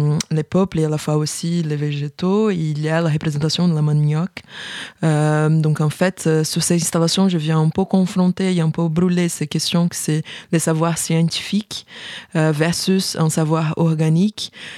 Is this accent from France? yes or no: no; Rio de Janeiro, Brazil; French is a second language; un voyage d'exploration qui est arrivé à, chez moi, à Rio de Janeiro.